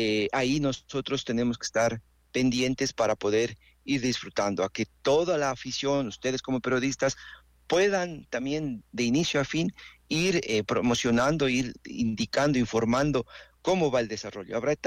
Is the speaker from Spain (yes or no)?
no; Ecuador; como lamentablemente somos los aficionados ecuatorianos.